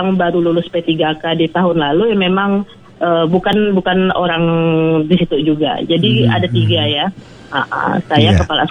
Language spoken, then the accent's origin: Indonesian; Sanggau, West Kalimantan, Indonesia; Saya memang asalnya di Kabupaten Sanggau, cuma penempatannya itu di Desa Penyalimau Jaya.